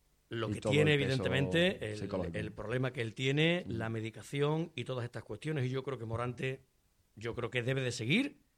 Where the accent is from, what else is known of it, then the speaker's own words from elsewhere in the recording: Niebla, Andalusia, Spain; hay burros en mi pueblo, en la Feria de Todos los Santos de Niebla, en mi pueblo